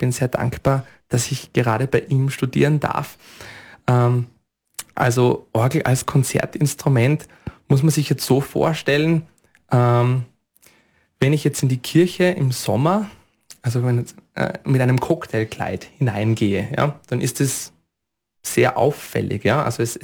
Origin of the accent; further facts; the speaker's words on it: Öblarn, Styria, Austria; Ich musiziere auch in meiner Heimatgemeinde in Öblern immer wieder an sonntäglichen Gottesdiensten.